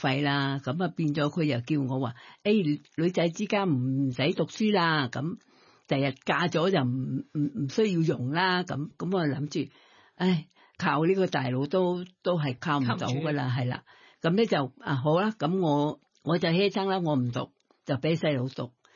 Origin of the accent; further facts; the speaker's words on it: Thailand; Cantonese is a second language; 因为我自己又唔敢，即系我哋泰国人咧就。